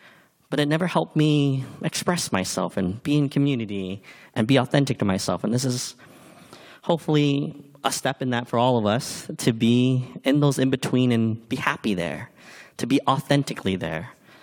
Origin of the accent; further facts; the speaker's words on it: Seattle, Washington, United States; born there; I was born in High Point.